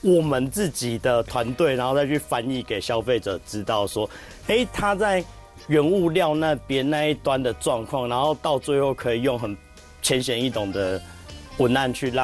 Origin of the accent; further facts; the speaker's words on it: Taiwan; 既然我们是台湾人